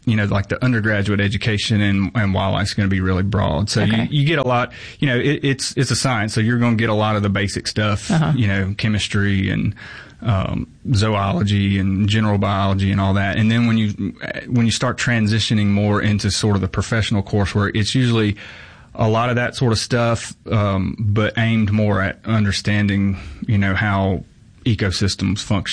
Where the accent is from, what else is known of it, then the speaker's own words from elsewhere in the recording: United States; So I'm from Lawrence County. I tell people all the time, you know, Lawrence County to this day has like one red light in the right. whole county, you know. So I grew up in a really rural place.